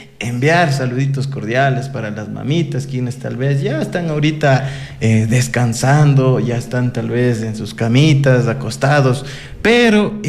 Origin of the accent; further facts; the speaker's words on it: Cajabamba, Chimborazo, Ecuador; Ahí es mi tierra natal, donde me vio crecer, nacer